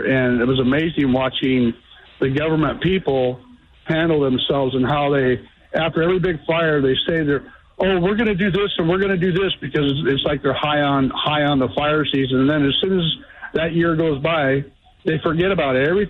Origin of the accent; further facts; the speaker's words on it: Wenatchee, Washington, United States; now in Sequim, United States; because I grew up in Wenatchee